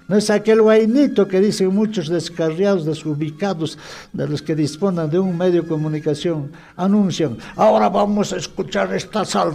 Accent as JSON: {"language": "Spanish", "country": "Peru"}